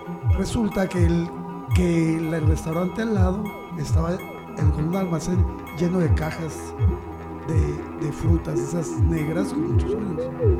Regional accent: Tijuana, Baja California, Mexico; now in Mexicali, Mexico; Estoy viviendo en Mexicali. Yo soy de aquí de Tijuana.

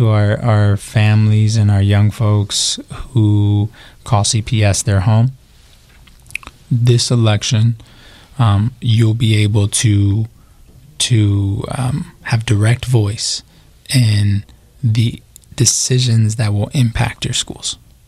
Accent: Chicago, Illinois, United States; I think it's part of being a Chicagoan. Chicago is full of creatives.

